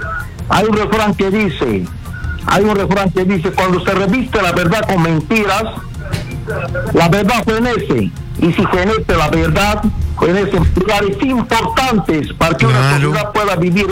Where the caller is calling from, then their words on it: Arequipa, Peru; De Arequipa.